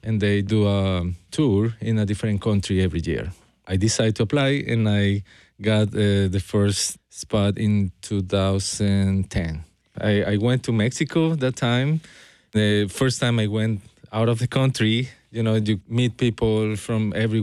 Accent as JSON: {"language": "English", "town": "Bogota", "region": "Bogotá", "country": "Colombia", "tie": "born or raised there", "also_born_or_lived": "Boston / Austin", "moved": "as an adult", "lives_now": "Atlanta, United States", "said": "I'm originally from Bogota, Colombia."}